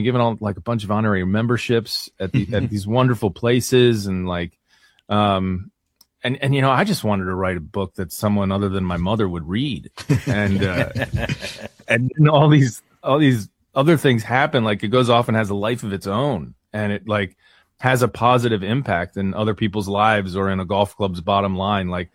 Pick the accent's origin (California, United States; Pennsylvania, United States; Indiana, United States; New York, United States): Pennsylvania, United States; Philadelphia; I mean, I'm from Philly. I don't try to play like the I'm Irish thing, but that is where my DNA or whatever comes from